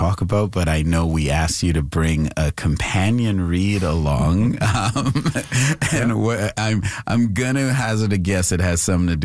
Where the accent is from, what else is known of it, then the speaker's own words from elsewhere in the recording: Canada; Certainly a great moment for as a Canadian, you know